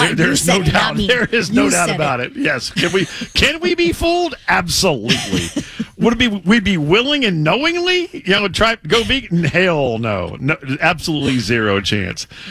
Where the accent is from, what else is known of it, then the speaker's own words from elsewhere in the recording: Louisiana, United States; I mean, you want red beans, you want gumbo. I'm from Louisiana.